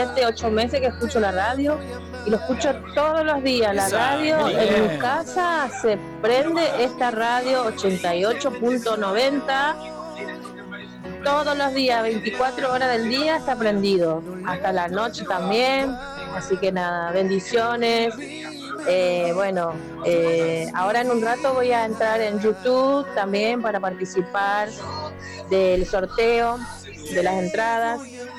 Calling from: Tigre, Buenos Aires Province, Argentina; Soy de Vique Luján, zona Tigre.

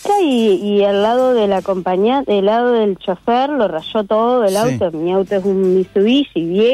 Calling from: Colonia Valdense, Colonia, Uruguay; Yo vivo en Colonia Valdense.

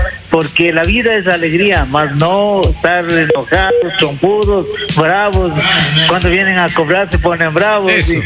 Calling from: Ceballos, Tungurahua, Ecuador; Claro, sí, yo soy de Ceballos.

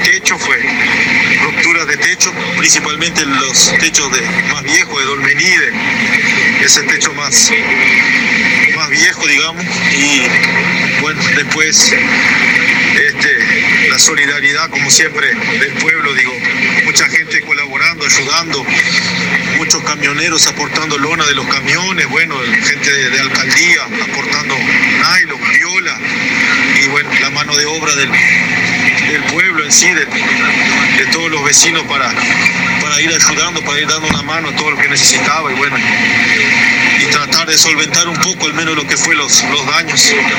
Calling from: Vichadero, Rivera, Uruguay; acá te hablo de Vichadero, Rivera.

